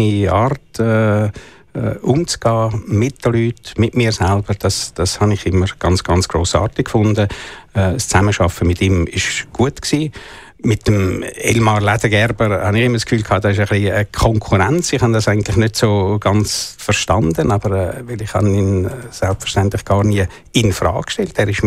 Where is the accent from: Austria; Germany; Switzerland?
Switzerland; Zurich; zwischendrin bin ich mal ein Jahr in Paris gewesen, aber sonst bin ich, fühle ich mich durch und durch als Zürcher.